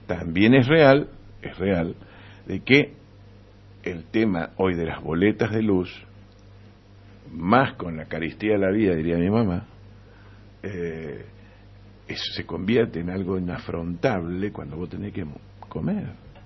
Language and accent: Spanish; Barranqueras, Chaco, Argentina; yo soy de Barranquera, como vos lo sabes.